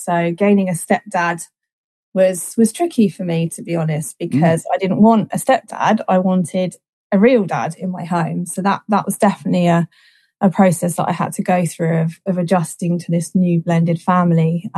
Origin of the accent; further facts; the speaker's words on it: Surrey, South East England, United Kingdom; moved away as an adult; also born or lived in Southampton; now in Poole, United Kingdom; I was actually born on the South Coast. I was born in Southampton, but my family moved me to Surrey when I was very, very small. So I grew up in Surrey.